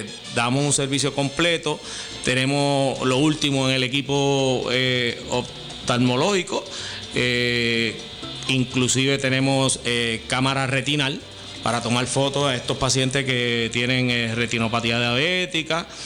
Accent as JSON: {"language": "Spanish", "town": "Cabo Rojo", "country": "Puerto Rico", "tie": "born or raised there", "said": "Yo soy criado y nacido en Cabo Rojo, es correcto."}